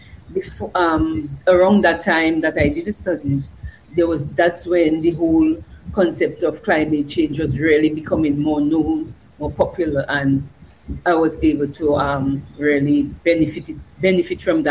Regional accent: Marigot, Saint Andrew, Dominica; I was born in Marigot, born and bred in Marigot. When I passed the then common entrance examination, I came to town to go to secondary school

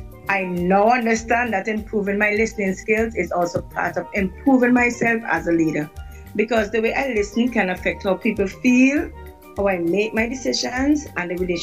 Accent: Green Hill, St. Vincent & Grenadines; I'm from Green Hill, St. Vincent and Grenadines, a mother of three, including one adopted.

